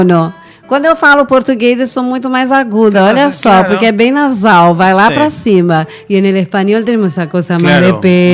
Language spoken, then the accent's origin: Spanish; Argentina; ¿cómo que sos argentina? ¿Viste? Porque hablo con el mismo sotaque brasileño